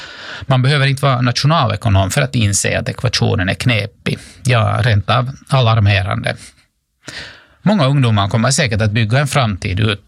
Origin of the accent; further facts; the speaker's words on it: Finland; att stanna här hemma i Finland och studera vid Hanken.